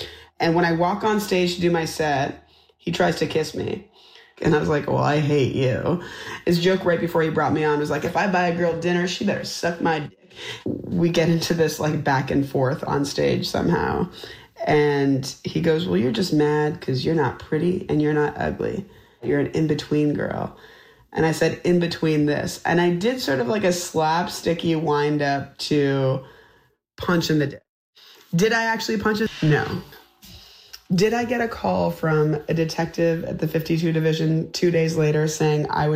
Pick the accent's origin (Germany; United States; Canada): Canada; Hello, my friends! I am Canadian!